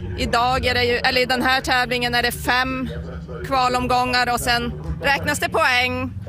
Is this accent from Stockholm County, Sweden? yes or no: no; Arvidsjaur, Norrbotten County, Sweden; Vi kommer från Moskos eller Arvidsjaurs kommun.